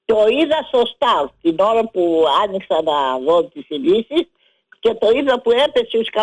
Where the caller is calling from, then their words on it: Spata, Attica, Greece; από τα Σπάτα.